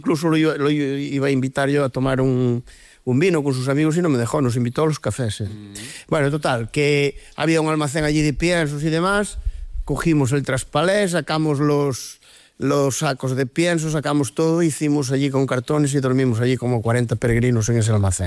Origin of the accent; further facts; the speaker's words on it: Sandiás, Galicia, Spain; soy natural de Sandiás